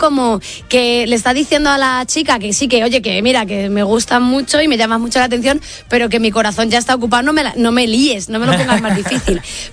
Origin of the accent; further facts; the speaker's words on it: Castile and León, Spain; Mi pueblo está en Beganzones.